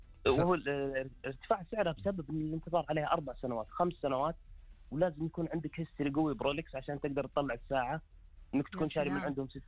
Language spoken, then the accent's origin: Arabic; Saudi Arabia; عندنا بالسعودية